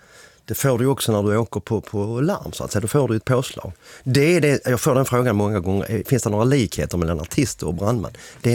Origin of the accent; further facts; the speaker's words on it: Helsingborg, Skåne, Sweden; Vi kommer ju inte från Stockholm, vi kommer från Helsingborg.